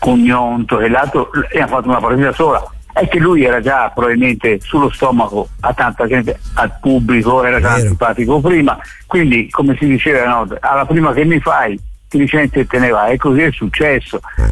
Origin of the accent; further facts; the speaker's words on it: Florence, Tuscany, Italy; also born or lived in Milan; now in Como, Italy; ma io sono fiorentino anche se...